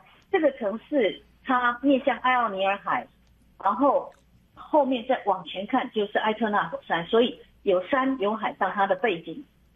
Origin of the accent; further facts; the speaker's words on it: Taiwan; 因为我们台湾人口稠密嘛